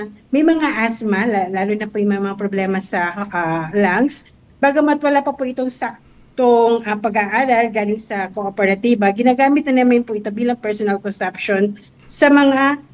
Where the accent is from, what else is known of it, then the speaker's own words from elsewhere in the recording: Central Luzon, Philippines; Yes po, taga-Bulacan po ako